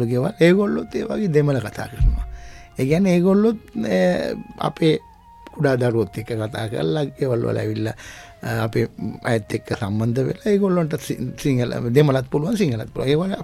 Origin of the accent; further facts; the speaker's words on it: Pugoda, Western Province, Sri Lanka; ඒ මල්වාන පිහිටා තියෙන්නේ මගේ උපන් ගම පූගොඩ කුමාරිමුල්ල කියන ගම්මානේ.